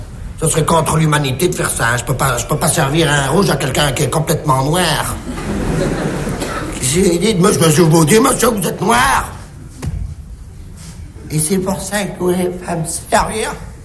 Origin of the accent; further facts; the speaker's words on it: Dakar, Senegal; Alors que je suis né à Dakar, à 20 ans, on m'a dit qu'il fallait opter pour la nationalité. Ah, j'ai dit, je suis bien, moi, à Dakar.